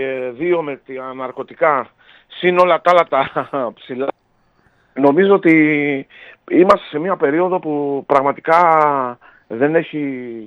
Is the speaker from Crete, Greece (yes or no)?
yes; Amariano, Crete, Greece; το λέγαμε και στο χωριό μου, το Αμαριανό Παιδιάδος